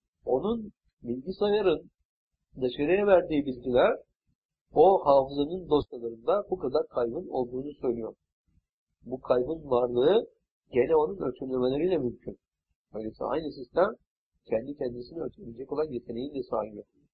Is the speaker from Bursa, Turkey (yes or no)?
yes; İznik, Bursa, Turkey; born there; Bugün 64 yaşıma girmiş oluyor. 29 Kasım 1933 yılında Bursa'nın Yenişehir İznik ilçesinde doğdum. İşte o tarihten bu tarafa geçen 63 yılımızı bugün tamamlamış oldum. Ve 64 yaşımıza adım attık.